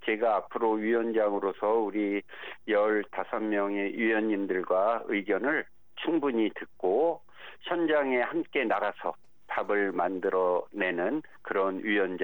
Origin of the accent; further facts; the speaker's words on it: Gimpo, Gyeonggi Province, South Korea; 제12대 경기도의 전반기 문화체육관광위원장을 맡고 있는 더불어민주당 김포 출신